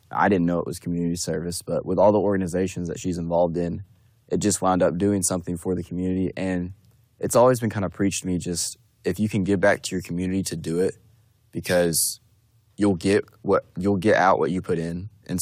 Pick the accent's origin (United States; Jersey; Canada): United States; Stilwell, Oklahoma; Yeah. So I'm originally from Stillwell, Oklahoma.